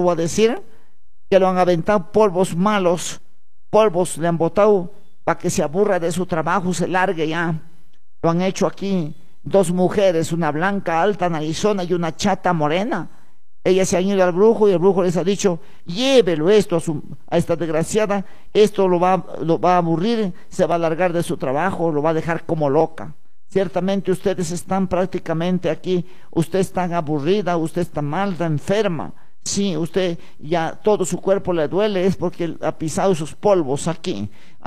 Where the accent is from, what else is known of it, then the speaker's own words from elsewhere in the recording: Huancabamba Province, Piura, Peru; now in Huamachuco, Peru; yo no soy de aquí, siervos, no tengo voz ni cara de ser de aquí. ¿Ya? Sí, siervos. Yo soy de la provincia de Huancabamba. Mi tierra se llama Cachacoto, siervos, ¿ya? Cerca de Toluces, Sondorillo.